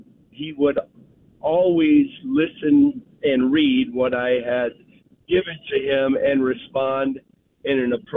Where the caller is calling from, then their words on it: Wood River, Nebraska, United States; I'm calling from Wood River, Nebraska.